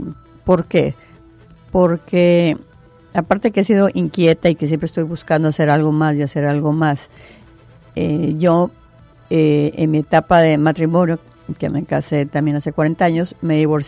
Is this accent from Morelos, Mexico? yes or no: no; Mexicali, Baja California, Mexico; now in Tijuana, Mexico; Llegué a Tijuana, soy de Mexicali, Baja California. Llegué a Tijuana en el 86